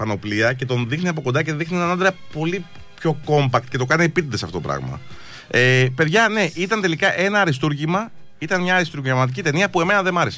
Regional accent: Greece; σαν Έλληνες μας ανέβασε

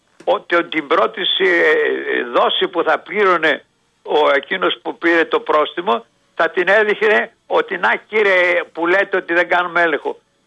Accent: Athens, Attica, Greece; also born or lived in Macedonia; γεννημένος, όταν ήταν πατέρα μου αξιωματικός, και ενός μηνός ήρθαμε, ένα χρόνο ήρθα στην Αθήνα. Είμαι όμως Μακεδόνας.

